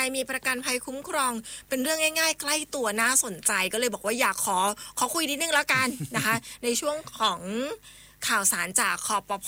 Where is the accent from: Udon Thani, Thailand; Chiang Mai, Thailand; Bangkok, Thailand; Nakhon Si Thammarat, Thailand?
Chiang Mai, Thailand